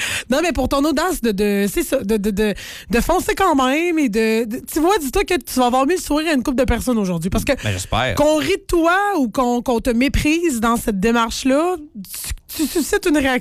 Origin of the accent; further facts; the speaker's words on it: Deschambault, Quebec, Canada; Moi, j'étais à Deschambault, puis bientôt, je vais déménager officiellement à Québec.